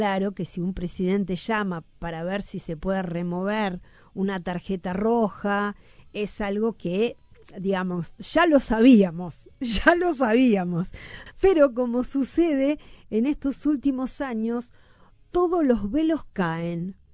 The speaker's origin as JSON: {"language": "Spanish", "region": "Buenos Aires", "country": "Argentina", "moved": "yes", "lives_now": "Uruguay", "said": "mis orígenes son de la orilla de enfrente, soy argentina. Más que argentina, soy de Villa Urquiza, lo cual es parecido, pero diferente."}